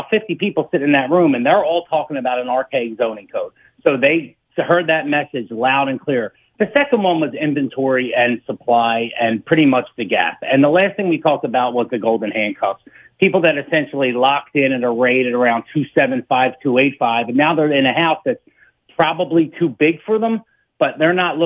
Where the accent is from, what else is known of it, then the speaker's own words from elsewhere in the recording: Philadelphia, Pennsylvania, United States; moved away as an adult; also born or lived in Reading, Pennsylvania; I'm from Northeast Philly, so it was the first place I lived outside of the city.